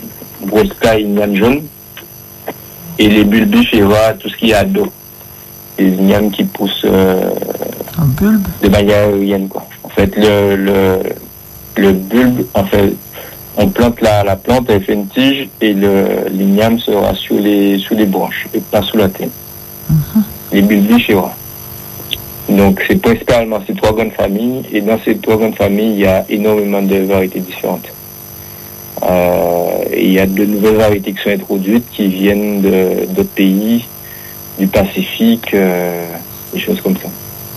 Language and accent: French; Les Abymes, Guadeloupe; Et moi, en fait, je suis originaire des Grands Fonds, Grand Fond des Abîmes.